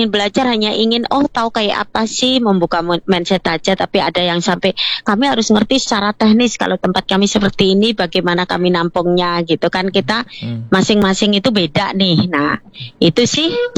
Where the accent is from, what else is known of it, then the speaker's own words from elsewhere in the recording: Sleman, Special Region of Yogyakarta, Indonesia; born there; bahwa kami lahir di Sleman ini, di daerah yang catchment tangkapan airnya itu masih bagus.